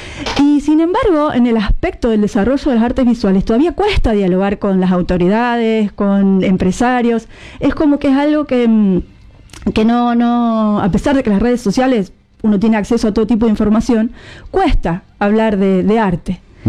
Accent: Sanford, Santa Fe, Argentina; el nombre del interior de Argentina, poder llevar el nombre de mi abuelo, de mi familia, de mi pueblo natal de Sanford.

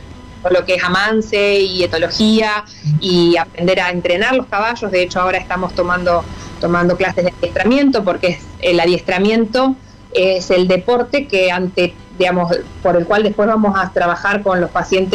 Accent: Entre Ríos, Argentina; born there; now in Rosario, Argentina; nací en Entre Ríos hace 45 años

